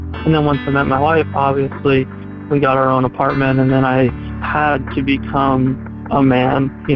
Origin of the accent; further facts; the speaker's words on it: Tucson, Arizona, United States; I am from Tucson, Arizona, and I am actually the child, and I live with my parents longer than probably they would have liked.